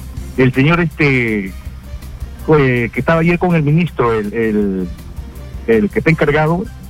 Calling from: Callao, Peru; del Callao.

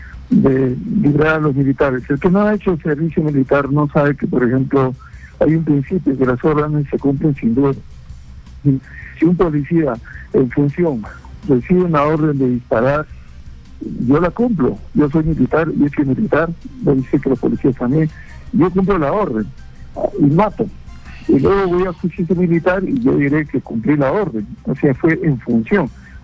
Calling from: Puno, Peru

